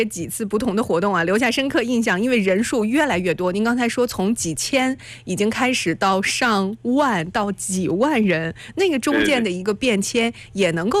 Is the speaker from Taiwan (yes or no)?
no; Qufu, Shandong, China; 以咱们的老家曲阜为原点